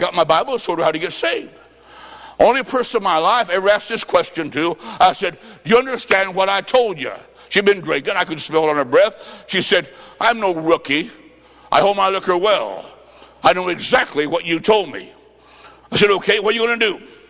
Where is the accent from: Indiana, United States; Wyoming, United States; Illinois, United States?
Illinois, United States; I said, "Mine, I'm from Illinois. Back there is 20 below. Thank you for sharing your weather."